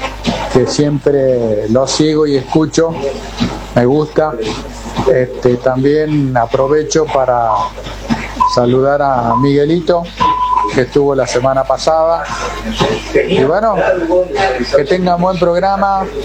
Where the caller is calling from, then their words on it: Oro Verde, Entre Ríos, Argentina; de Oro Verde.